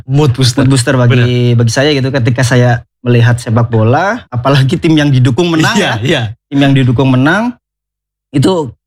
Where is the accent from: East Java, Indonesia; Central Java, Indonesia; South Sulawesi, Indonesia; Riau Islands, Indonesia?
Central Java, Indonesia; Kebumen; dari zaman kecil kan, saya kecilnya tuh di Kebumen